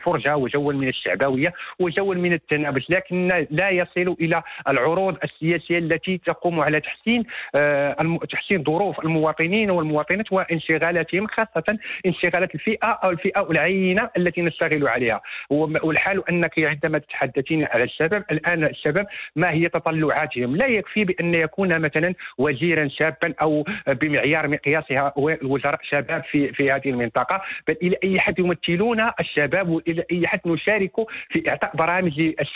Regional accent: Morocco; أجمعنا عليه كمغاربة

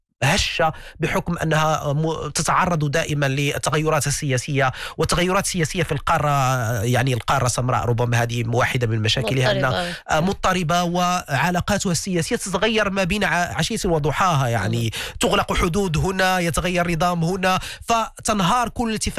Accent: Morocco; لأننا نحن مغاربة

